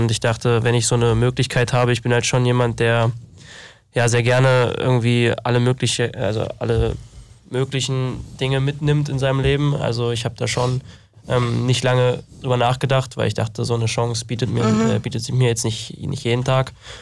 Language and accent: German; Blankenburg, Saxony-Anhalt, Germany; Ich war vorher bei mir in der Heimat, ja, in Blankenburg. Also das ist da, wo ich herkomme, aus dem Harz in Deutschland.